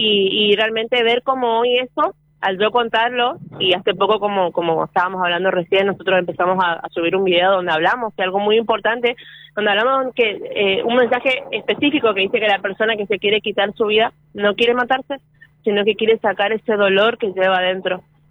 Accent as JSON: {"language": "Spanish", "town": "Paso de los Libres", "region": "Corrientes", "country": "Argentina", "moved": "yes", "said": "yo soy de Paso de los Libres"}